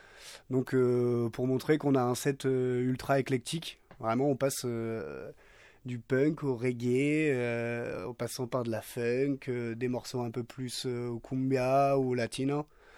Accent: Normandy, France; Et moi, je suis natif de Normandie.

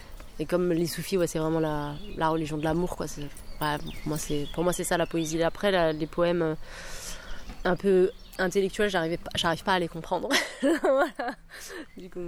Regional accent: France; born there; Eh ben, bah déjà, moi je suis née en France, donc j'écris principalement en français.

